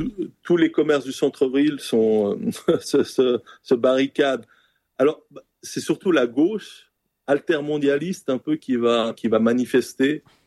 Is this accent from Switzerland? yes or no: yes; Geneva, Switzerland